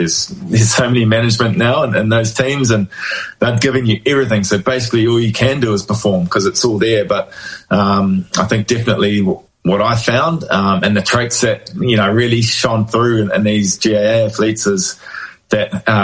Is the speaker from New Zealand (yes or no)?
yes; New Zealand; I guess as a New Zealander, we don't, unsurprisingly, don't get much Gaelic games across this side of the world.